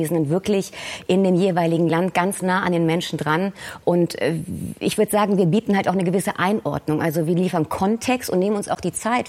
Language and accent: German; Germany; nicht nur für mich als Deutsche.